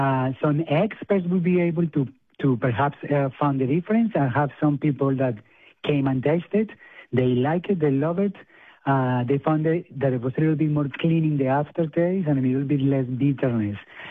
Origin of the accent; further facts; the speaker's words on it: Colombia; Colombian.